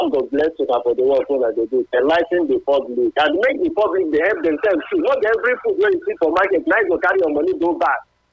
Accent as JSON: {"language": "English", "town": "Ogara", "region": "Delta", "country": "Nigeria", "said": "Okay, I stand as I come from Ogara Delta State."}